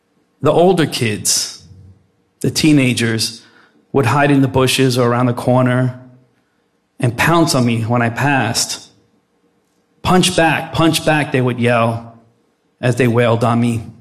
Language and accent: English; Plainfield, United States; growing up in Plainfield wasn't easy from the very beginning.